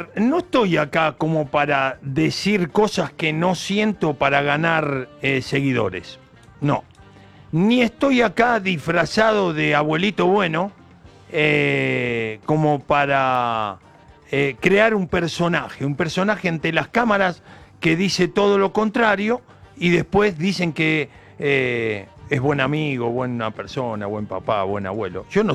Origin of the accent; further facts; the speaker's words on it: Argentina; now in Colombia; ¿Qué hicimos de mal los argentinos?